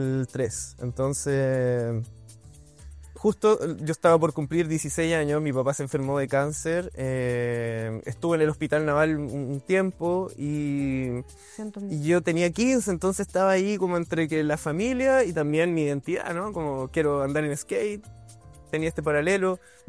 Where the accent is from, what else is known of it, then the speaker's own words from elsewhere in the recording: Quillota, Valparaíso, Chile; yo crecí en Quillota, entonces veníamos mucho a andar en skate a Viña